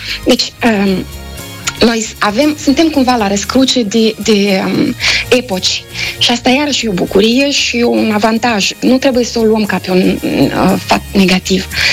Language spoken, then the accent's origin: Romanian; Moldova; moved away as an adult; now in France; Nu prea puteam spune că-s din Moldova